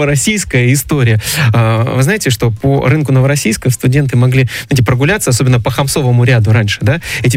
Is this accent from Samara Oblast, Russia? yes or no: no; Krasnodar Krai, Russia; Мы кубанцы такие, внутри теплые, и настроение у нас горячее